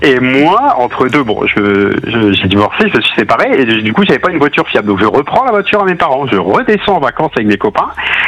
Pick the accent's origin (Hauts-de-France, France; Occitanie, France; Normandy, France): Hauts-de-France, France; On part en vacances, donc je suis du Nord, mon accent doit s'entendre.